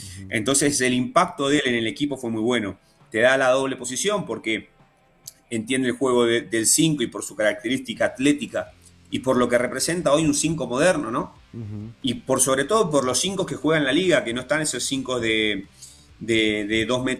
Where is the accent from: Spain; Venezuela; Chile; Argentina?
Argentina; Yo soy argentino. Yo soy argentino. Entonces, nosotros miramos más para el cruzando el charco que para arriba, en todo.